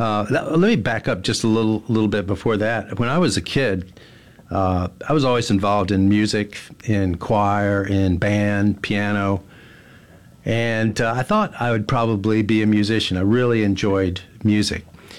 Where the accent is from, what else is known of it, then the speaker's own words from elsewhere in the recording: Hattiesburg, Mississippi, United States; I grew up in Mississippi, Hattiesburg area, and grew up in the Hattiesburg area and went to Mississippi State University School of Architecture.